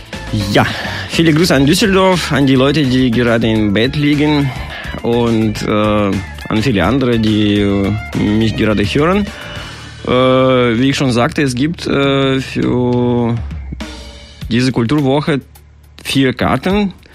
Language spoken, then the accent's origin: German; Russia; German is a second language; moved away; ich komme aus Russland